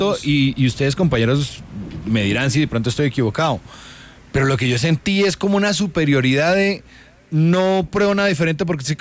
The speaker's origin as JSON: {"language": "Spanish", "town": "Manizales", "region": "Caldas", "country": "Colombia", "tie": "born there", "said": "yo nací dentro de la cultura paisa, así no sea de Medellín, pero soy paisa de Manizales."}